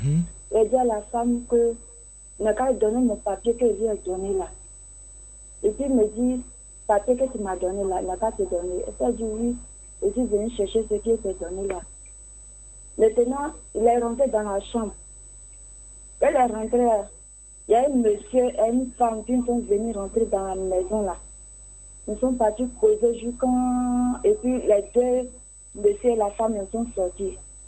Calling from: Côte d’Ivoire; J'appelle Bonoumen.

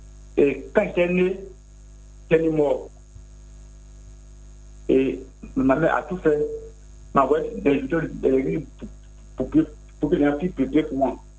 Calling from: Abidjan, Côte d’Ivoire; J'appelle Yopougon Biabou.

